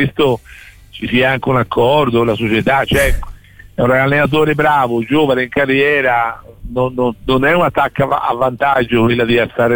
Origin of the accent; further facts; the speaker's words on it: Tuscany, Italy; siamo toscani